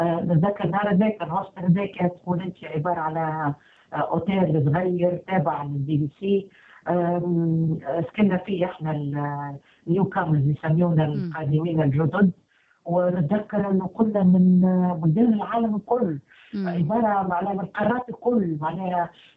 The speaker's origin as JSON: {"language": "Arabic", "country": "Tunisia", "moved": "yes", "said": "أنا تونسية، معناها أرتدي تونسيتي بكل فخر واعتزاز، معناها حتى مع ناس ما نعرفهمش نقول لهم أنا تونسية"}